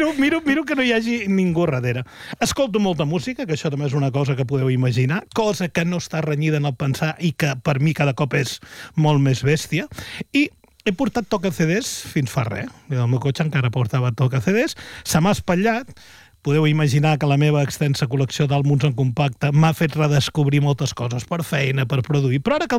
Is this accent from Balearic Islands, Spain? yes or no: no; L'Ametlla del Vallès, Catalonia, Spain; quan vaig composar … del meu poble